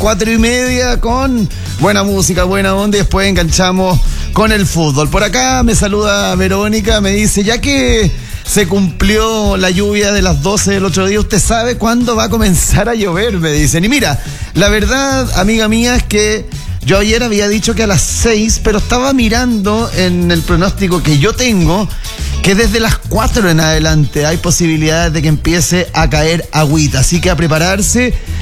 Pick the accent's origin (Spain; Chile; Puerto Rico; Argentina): Chile; Pero somos chilenos, y como somos chilenos, hay que mantener nuestras tradiciones.